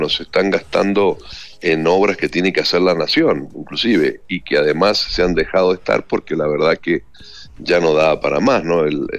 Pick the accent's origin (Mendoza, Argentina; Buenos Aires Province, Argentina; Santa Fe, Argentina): Mendoza, Argentina; lo digo como mendocino, ¿no? Esto, en Mendoza, este esquema realmente nos pega muy mal.